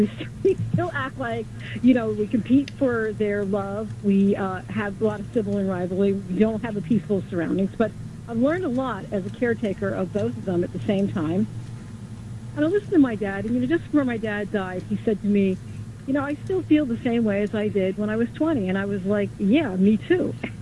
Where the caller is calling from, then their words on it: New York City, New York, United States; I live in East Harlem.